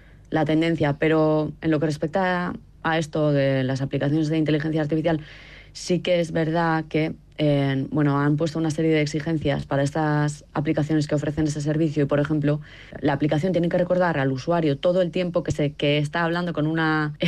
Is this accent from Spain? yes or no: yes; San Sebastián, Basque Country, Spain; now in Beijing, China; en mi ciudad natal, en Donosti